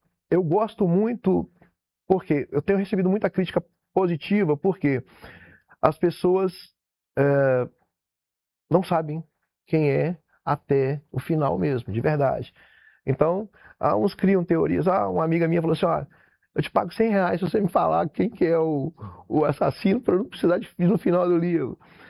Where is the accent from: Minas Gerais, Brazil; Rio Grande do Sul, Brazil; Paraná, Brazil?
Minas Gerais, Brazil; Para mim, que sou de Minas Gerais, vim nas maiores cidades do Brasil apresentar meu trabalho